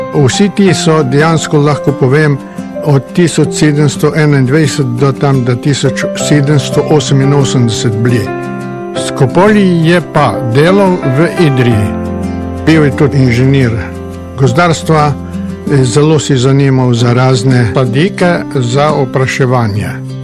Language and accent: Slovenian; Sela pri Šentjerneju, Southeast Slovenia, Slovenia; now in Šentjernej, Slovenia; iz Šentjerneja sedaj, bil sem pa doma iz Sil pri Šentjerneju.